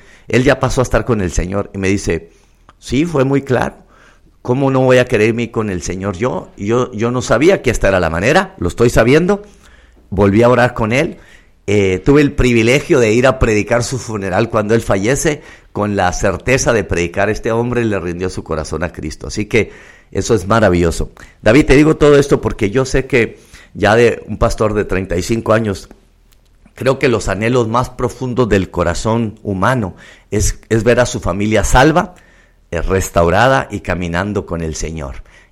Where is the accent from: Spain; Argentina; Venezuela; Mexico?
Mexico; Chihuahua; also born or lived in United States; yo vengo de Estados Unidos, soy mexicano, soy de aquí de Chihuahua.